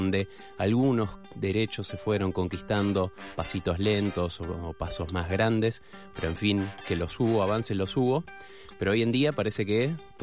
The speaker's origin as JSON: {"language": "Spanish", "country": "Argentina"}